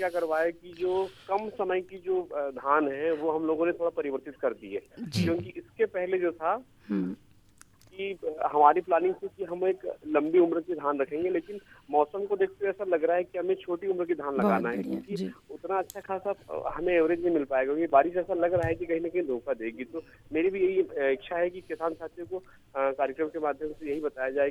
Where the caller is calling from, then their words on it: Balaghat district, Madhya Pradesh, India; तहसील खरलान जी, जिला बालाघाट, ग्राम अमई।